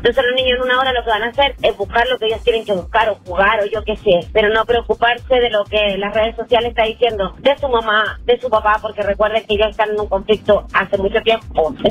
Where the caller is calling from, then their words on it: Los Angeles, California, United States; de Los Ángeles.